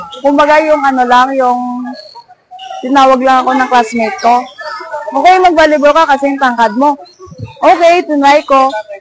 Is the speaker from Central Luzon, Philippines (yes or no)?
no; Iloilo City, Western Visayas, Philippines; Taga-Iloilo kami, si Amy, taga-Pututan. Bali kami yung taga-city, siya yung province.